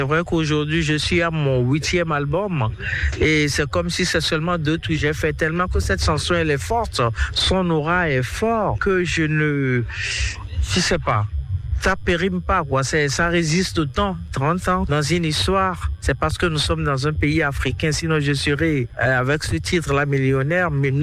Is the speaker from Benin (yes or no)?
yes; Benin; now in Côte d'Ivoire; Je réside en Côte d'Ivoire. Je suis béninoise, d'origine ivoirienne par alliance.